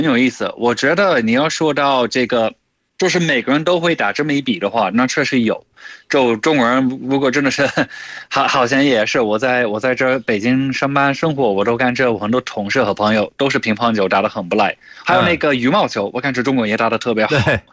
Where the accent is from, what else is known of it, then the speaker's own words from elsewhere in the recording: United Kingdom; Chinese is a second language; 我这种来自英国中文普通话说的还可以的人，没准我上辈子就是陕西人。